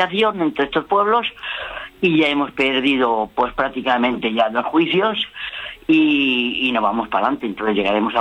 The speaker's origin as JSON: {"language": "Spanish", "town": "Villares de Órbigo", "region": "Castile and León", "country": "Spain", "tie": "born there", "said": "yo llevo aquí 22 años jubilado, nací aquí en Villares de Órbigo."}